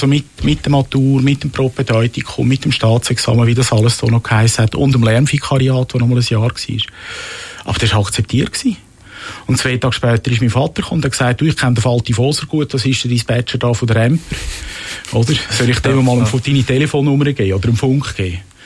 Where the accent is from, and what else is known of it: Rümlang, Zurich, Switzerland; born or raised there